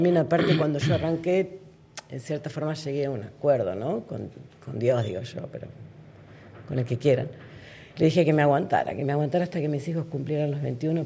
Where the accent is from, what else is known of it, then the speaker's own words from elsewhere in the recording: Buenos Aires Province, Argentina; Yo soy de la provincia de Buenos Aires